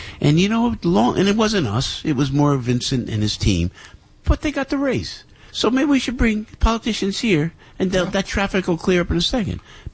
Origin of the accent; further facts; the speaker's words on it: Avellino, Campania, Italy; now in United States; I'm from Avellino, you know?